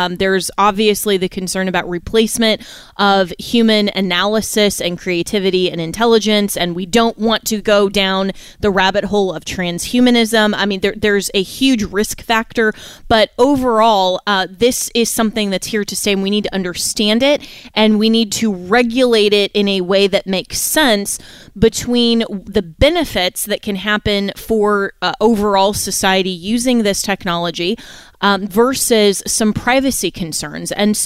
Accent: Florida, United States; which is a huge debate right now in my home state of Florida.

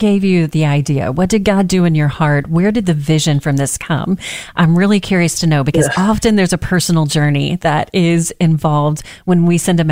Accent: Texas, United States; and I'm from Texas, so you know that comes from with a certain mindset and attitude.

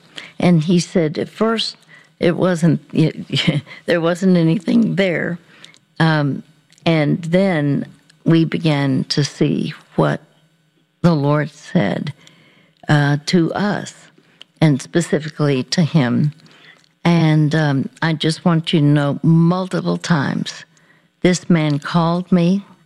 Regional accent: Dallas, Texas, United States; I'm from Dallas.

